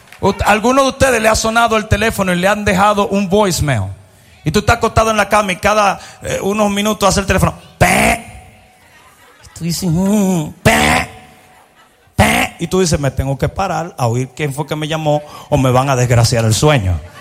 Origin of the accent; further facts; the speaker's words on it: Mexico; moved away; porque vine de México, ahí tengo que tirarle algo, ¿verdad? Mexicano.